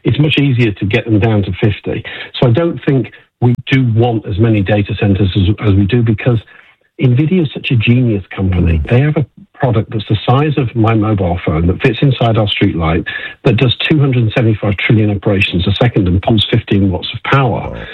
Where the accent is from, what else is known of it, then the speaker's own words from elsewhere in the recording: United Kingdom; now in United States; I'm a Brit